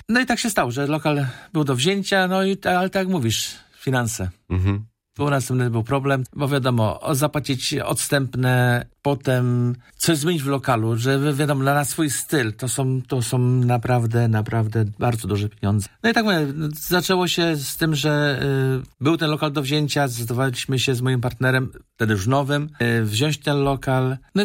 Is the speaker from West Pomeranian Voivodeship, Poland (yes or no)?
yes; Szczecin, West Pomeranian Voivodeship, Poland; moved away as an adult; now in Berlin, Germany; przyjechałem do Berlina w 2000. Jestem już kupę lat w Berlinie i też na dzielnicy Schöneberg. No jak przyjechałem to z Polski, ze Szczecina, to całkiem inny świat.